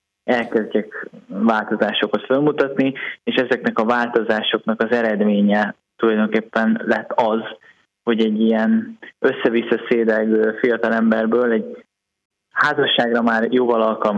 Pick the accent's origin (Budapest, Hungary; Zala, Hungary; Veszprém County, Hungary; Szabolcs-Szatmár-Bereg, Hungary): Budapest, Hungary; én egy teljesen vallástalan családból származom, egy budapesti családból, egykeként nőttem föl.